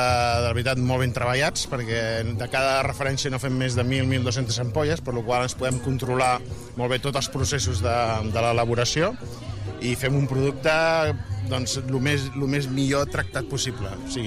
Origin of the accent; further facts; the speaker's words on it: Olesa de Montserrat, Catalonia, Spain; vinc d'Olesa de Montserrat